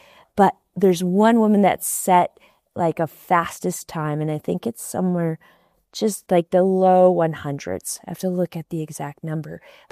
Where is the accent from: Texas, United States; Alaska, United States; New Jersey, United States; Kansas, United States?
Alaska, United States; And I'm from Alaska.